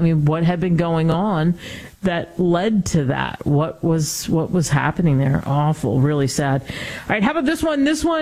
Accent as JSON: {"language": "English", "region": "California", "country": "United States", "tie": "born or raised there"}